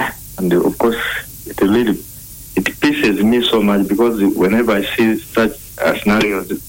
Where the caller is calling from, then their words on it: Mityana, Central Region, Uganda; Yeah, I'm tuned in from Tiana here. Yeah, I traveled in the morning.